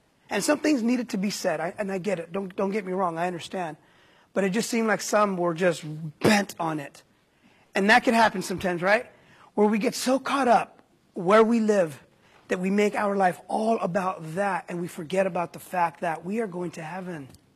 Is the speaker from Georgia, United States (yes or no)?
no; Oceano, California, United States; In Oceano, where I grew up